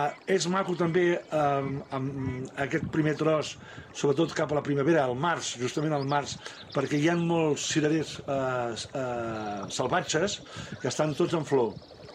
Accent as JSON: {"language": "Catalan", "region": "Catalonia", "country": "Spain", "said": "ens localitza d'on som, del Maresme, amb el mar sempre present"}